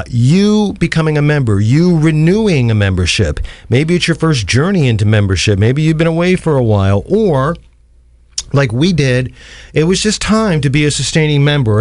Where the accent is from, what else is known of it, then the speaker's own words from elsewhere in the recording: Ohio, United States; moved away; having moved away from this area, I mean, I'm from Northeast Ohio, it can be, you know, musically a pretty conservative area.